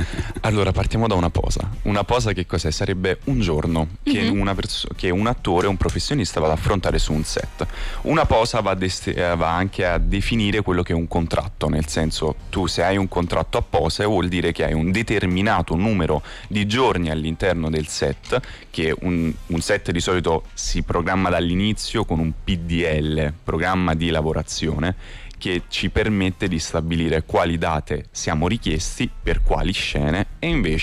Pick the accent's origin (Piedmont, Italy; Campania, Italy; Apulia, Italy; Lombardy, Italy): Campania, Italy; Naples; Io sono originario di Napoli.